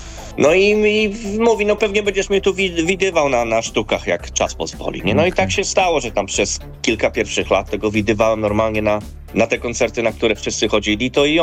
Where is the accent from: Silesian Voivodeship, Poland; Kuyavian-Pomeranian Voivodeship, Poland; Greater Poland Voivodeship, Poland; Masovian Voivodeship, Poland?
Masovian Voivodeship, Poland; Pruszków; czyli ja jestem z Pruszkowa, także 2 miasta obok duże.